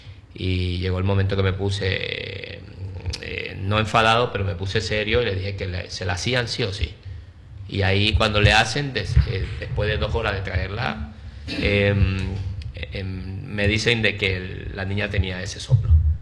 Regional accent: Ecuador; now in Mallorca, Spain; yo soy adoptado, ya, adoptado en ya. España, porque mi tierra es Ecuador.

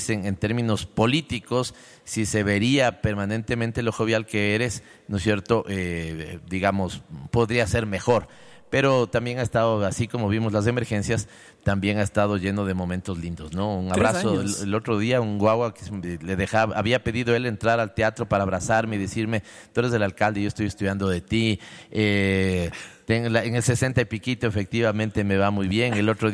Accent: Quito, Pichincha, Ecuador; yo sí me considero quiteño, entonces tengo sal quiteña

